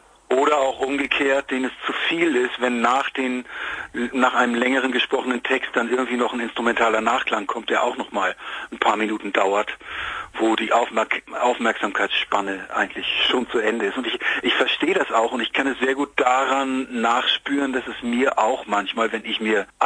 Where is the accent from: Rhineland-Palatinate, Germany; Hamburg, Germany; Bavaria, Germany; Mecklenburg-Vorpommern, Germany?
Hamburg, Germany; Und ich meine, ich komme ja aus Hamburg